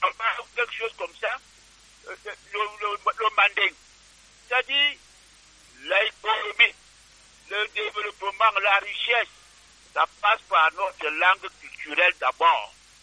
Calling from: Cameroon; French is a second language; Je devais faire tenir mes discours dans mon patois camerounais

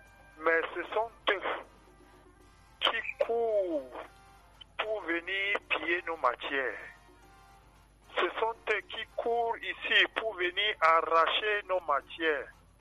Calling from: Yaoundé, Centre, Cameroon; Je suis au Mont-Félé.

